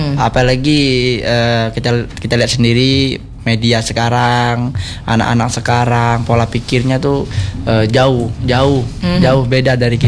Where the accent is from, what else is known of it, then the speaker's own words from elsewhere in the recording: Bangka Belitung Islands, Indonesia; kita orang Bangka